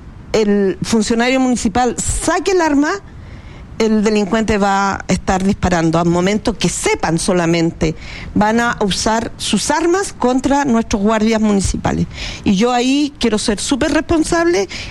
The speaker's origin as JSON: {"language": "Spanish", "country": "Chile", "said": "Lo que pasa es que estamos sintiendo que somos chilenos de segunda categoría."}